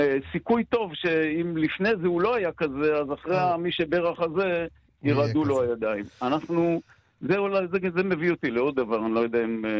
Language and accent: Hebrew; Ein Gev, Northern District, Israel; תראה, רוני, אני גדלתי בקיבוץ אינגר. כל ילדותי, רמת הגולן רבצה כפשוטו מעל קיבוץ אינגר, עם מרגמות, עם תותחים, עם ירי על הדייגים בכנרת.